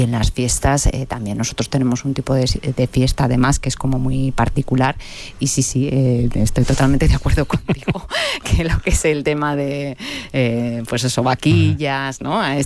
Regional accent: Navarre, Spain

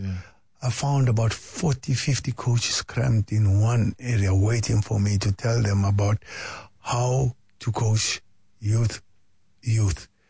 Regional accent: South Africa; I'm South African

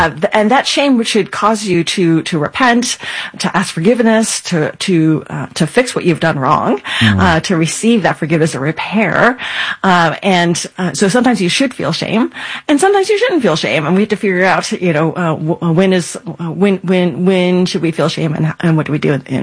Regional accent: Texas, United States; Yeah, so I'm born and raised in Texas. You can tell by nothing, right? You can tell only because I tell that to you. So my parents immigrated from Taiwan.

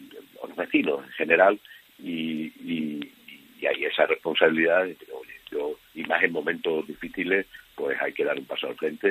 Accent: Almendralejo, Extremadura, Spain; born there; Yo nací en Almendralejo, me moriré en Almendralejo

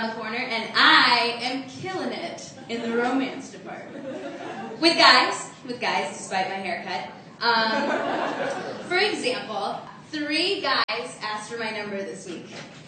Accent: Arkansas, United States; So, like Sharup, I too am an immigrant. I'm from Arkansas.

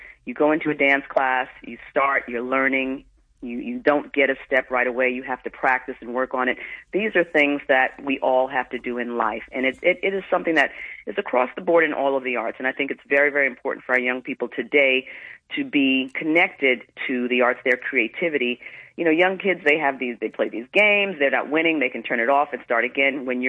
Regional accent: New York City, New York, United States; I'm from Jamaica, Queens, New York

